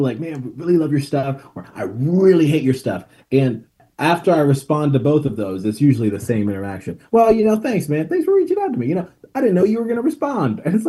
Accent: Tanzania; I'm from Tanzania, East Africa

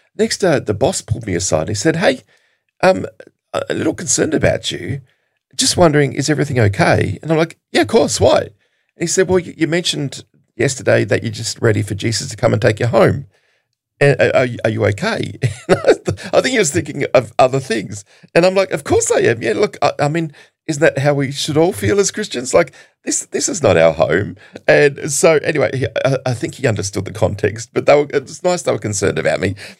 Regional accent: Hobart, Tasmania, Australia; moved away; I'm from Hobart, so I have a special love and fondness for Hobart and the people of Hobart as well.

